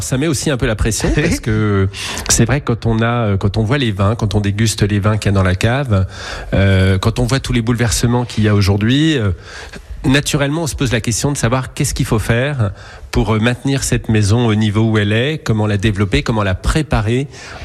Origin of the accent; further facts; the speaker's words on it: Bourgogne-Franche-Comté, France; moved away; je suis originaire de Bourgogne. Mon grand-père était vigneron à Meursault.